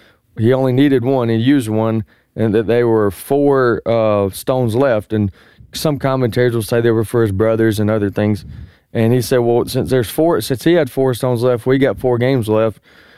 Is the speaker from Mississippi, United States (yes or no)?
yes; Tupelo, Mississippi, United States; I said, we're from Tupelo, Mississippi. And he said, where's that?